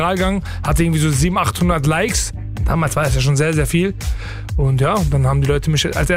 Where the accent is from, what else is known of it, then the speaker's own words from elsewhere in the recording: Germany; Ich bin kurdischer Herkunft, in Deutschland geboren, groß geworden.